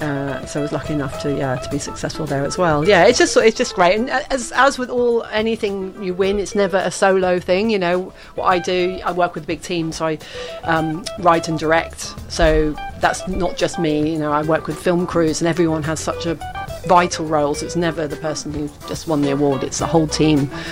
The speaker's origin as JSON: {"language": "English", "town": "Great Yarmouth", "region": "East of England", "country": "United Kingdom", "tie": "born or raised there", "moved": "as an adult", "lives_now": "Australia", "said": "obviously I've grown up here."}